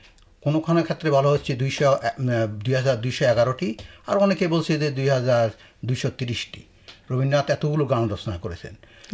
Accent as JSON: {"language": "Bangla", "country": "Bangladesh", "also_born_or_lived": "Adelaide, Australia / Melbourne, Australia", "moved": "as an adult", "lives_now": "Brisbane, Australia", "said": "যেহেতু আমরা বাংলাদেশ থেকে এসেছি"}